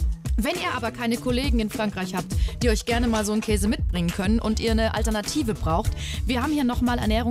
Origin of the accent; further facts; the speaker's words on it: Bavaria, Germany; Wir kommen ja auch beide aus Bayern.